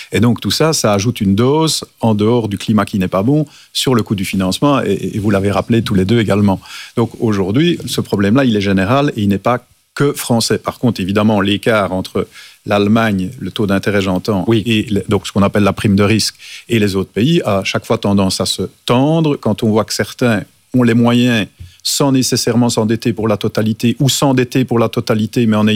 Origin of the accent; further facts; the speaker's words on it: Wallonia, Belgium; je suis wallon